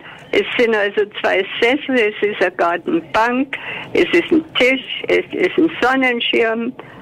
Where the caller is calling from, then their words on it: Munich, Bavaria, Germany; ich bin aus dem Westend.